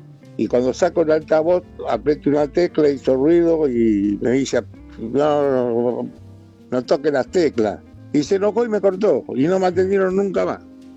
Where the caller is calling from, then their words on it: Lanús, Buenos Aires Province, Argentina; De Lanús.